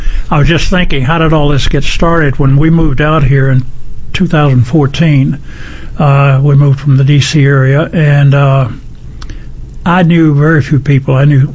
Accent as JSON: {"language": "English", "town": "Camilla", "region": "Georgia", "country": "United States", "tie": "born or raised there", "said": "I was born and raised down in the southwestern corner of the state of Georgia, about 200, as everything is referred to back in those days, about 200 miles from Atlanta. Not around the block, but I was a little town of Camilla, Georgia"}